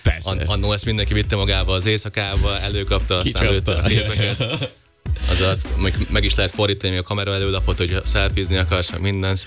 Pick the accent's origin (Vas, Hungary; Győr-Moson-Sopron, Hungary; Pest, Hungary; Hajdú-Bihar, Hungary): Győr-Moson-Sopron, Hungary; egy helyről származunk, szóval ő is Sopron környéki